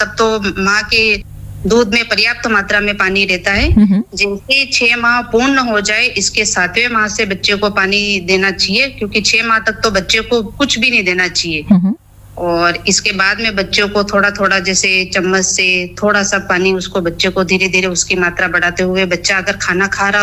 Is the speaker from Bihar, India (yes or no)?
no; Sajjangarh, Rajasthan, India; मैं सज्जनगढ़ ब्लॉक से हूँ।